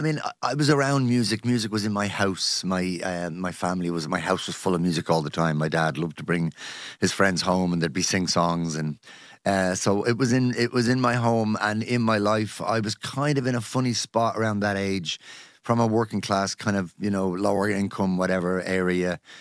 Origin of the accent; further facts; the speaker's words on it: Ireland; I think of myself as an Irish person. I mean, of course, Irish music is a huge part of my root.